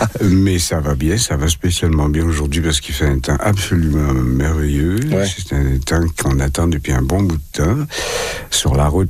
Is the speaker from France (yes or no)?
no; New Brunswick, Canada; Ben, on vient du Nouveau-Brunswick, nous autres.